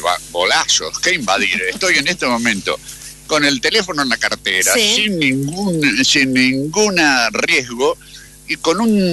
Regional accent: Argentina; De Perú, yo argentino.

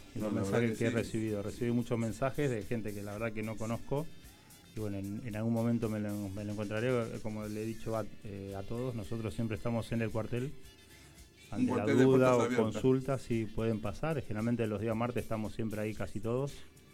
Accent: Argentina; ¿de dónde sos? Argentino

